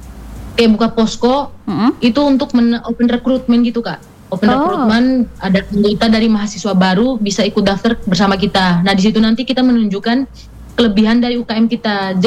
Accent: Ende, East Nusa Tenggara, Indonesia; moved away as an adult; now in Surabaya, Indonesia; saya dari asal saya dari ND

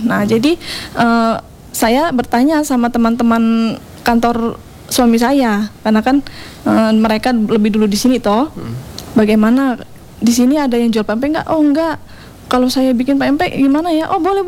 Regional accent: Lampung, Indonesia; Saya asli dari Lampung, okay, dari Sumatera.

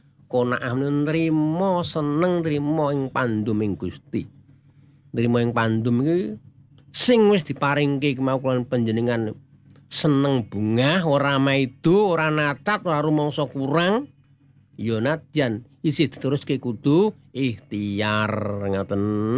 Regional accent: Kuwu, Central Java, Indonesia; Wonten malih menika ing kampung kula dusun ingkang sinebut Mbledhog menika ing Kuwu, dados sing daerah Kuwu menika purwa dadi sisih wetan.

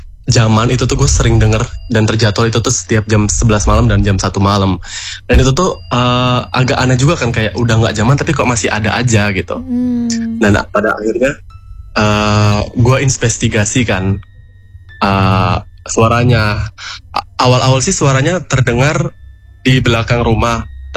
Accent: Way Kanan, Lampung, Indonesia; born there; pas gue zaman SMA di Waikanan.

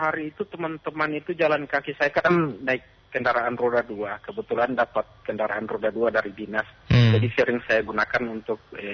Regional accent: Mulut Tabu, Indonesia; Jadi kebetulan juga saya juga kan asalnya dari desa Mulut Tabu, kemudian 100% itu di daerah terpencil di Waolo itu keluarga saya semua.

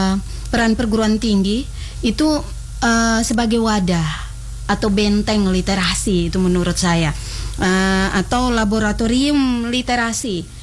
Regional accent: Bajawa, East Nusa Tenggara, Indonesia; Asal saya dari Bajawa.

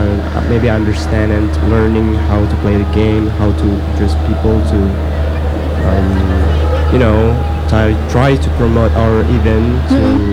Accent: Semarang, Central Java, Indonesia; I'm from Semarang.

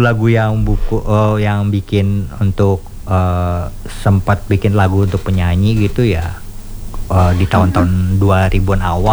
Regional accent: Jakarta, Indonesia; Asli dari Jakarta, Indonesia lah pokoknya.

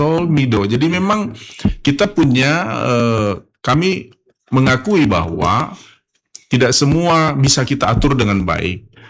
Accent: North Sumatra, Indonesia; ya. Batak ya, kemudian ada Simalungun, ya kemudian ada Medan, ada Deli Serdang, Kota Melayu, kemudian ada kita Nias, ya suku Nias.

